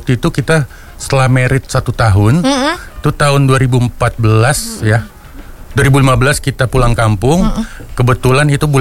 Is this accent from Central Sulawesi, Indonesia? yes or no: no; Pontianak, West Kalimantan, Indonesia; also born or lived in Jakarta; Ya, aku lahir di Pontianak. Tamat SMA ke Jakarta, cuma sempat balik sih berapa tahun.